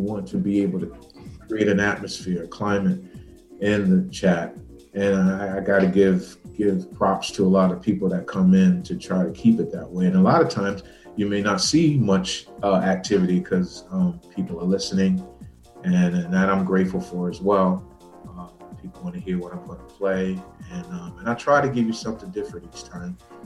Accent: Newark, New Jersey, United States; also born or lived in Irvington; When I moved, born and raised in Newark, and then when my mom moved us to Irvington, I was able to meet up with some neighborhood friends who also had an interest in DJing and playing music.

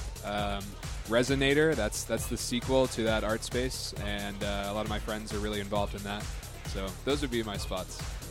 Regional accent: Oklahoma, United States; now in Detroit, United States; We're both from Oklahoma.

